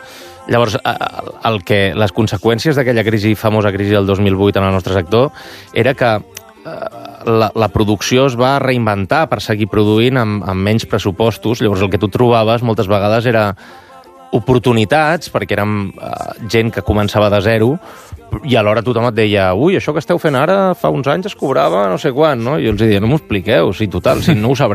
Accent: Manresa, Catalonia, Spain

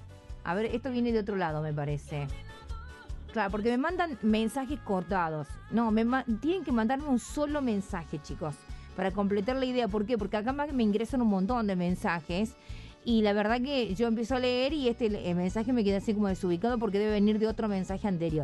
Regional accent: Mendoza, Argentina; Bueno, … … de Mendoza.

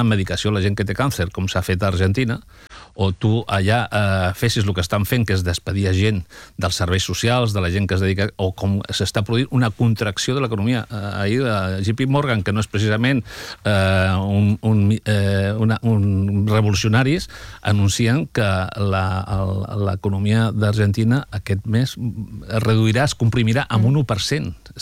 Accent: Molins de Rei, Catalonia, Spain; Jo soc de Molins de Rei.

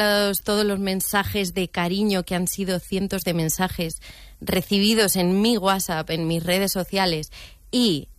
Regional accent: Brihuega, Castilla-La Mancha, Spain

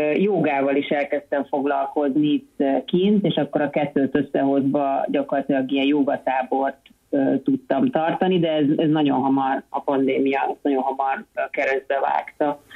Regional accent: Hungary; moved away as an adult; now in Villa de Leyva, Colombia; igazából ugye én Magyarországon nőttem fel, ott születtem, és hát az utóbbi, igen, 12 év körülbelül, amit így külföldön húzamosabban élek már, 12-13 év.

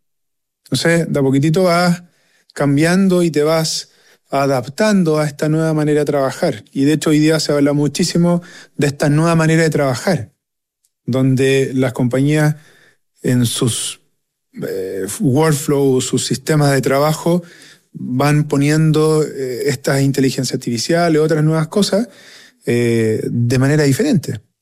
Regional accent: Chile

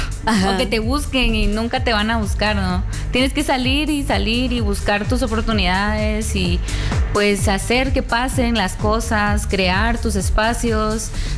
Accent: Guatemala; yo siendo guatemalteca

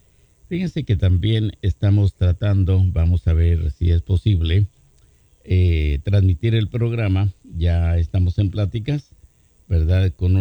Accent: Durango, Mexico; estoy tratando de hacer una cabina de radio en Durango, ¿verdad?, para cuando yo viaje por allá a mi tierra

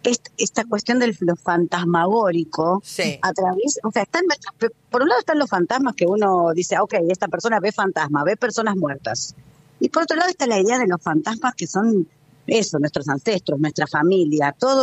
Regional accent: Buenos Aires, Argentina; yo soy de Zona

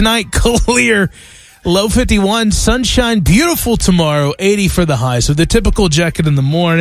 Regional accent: Appalachia, United States; accent: southern; Appalachian, which is where I'm from

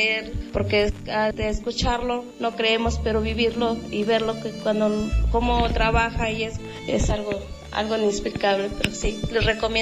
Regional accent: Tepanco, Puebla, Mexico; vengo de Tepanco.

